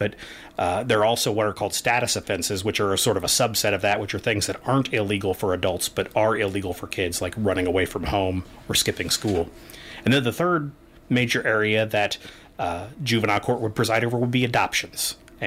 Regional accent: Columbia, United States; But I grew up here in Columbia.

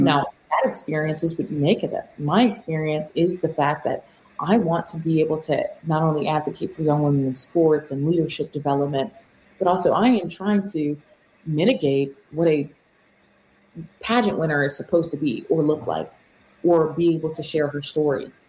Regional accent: South Carolina, United States; I'm from South Carolina.

